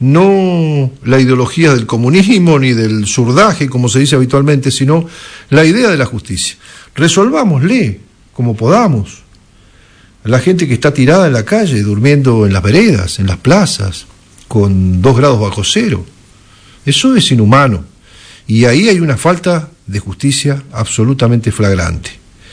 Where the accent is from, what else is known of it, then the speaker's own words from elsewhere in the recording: Argentina; nosotros como argentinos